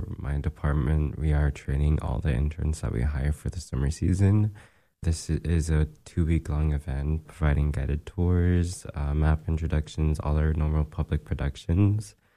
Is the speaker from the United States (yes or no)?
yes; Utqiagvik, Alaska, United States; now in Anchorage, United States; Growing up, I grew up in Utqiagvik. We always had places to come and gather as a community.